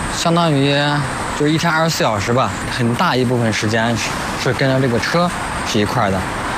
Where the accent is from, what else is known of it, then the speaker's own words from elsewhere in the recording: Henan, China; accent: Henan dialect; 就是用我们河南话说